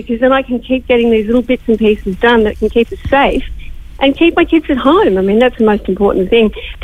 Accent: Australia; now in Ireland; You've probably picked up from my accent where I'm from originally.

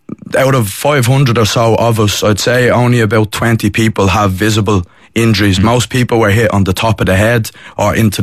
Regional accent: Ireland; I just felt impelled to do more for the Palestinians, but also for us as Irish people as well, you know.

